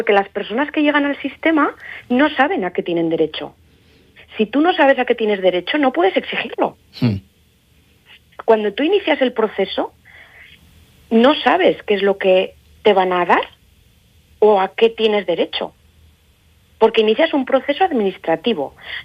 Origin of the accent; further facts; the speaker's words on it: Navarre, Spain; moved away as an adult; now in Aragon, Spain; Yo soy de Navarra, he trabajado en Navarra